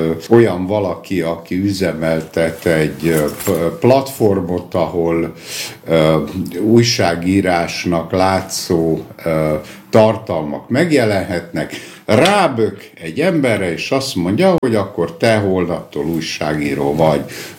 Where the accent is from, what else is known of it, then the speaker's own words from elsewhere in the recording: Mohács, Baranya, Hungary; born there; also born or lived in Moscow, Russia; Mohácson születtem, tehát vegyük úgy, hogy mohácsi, de miután 17 évet éltem Moszkvában, először azt mondták, hogy a mazohista, aztán azt mondták, hogy a moszkvai.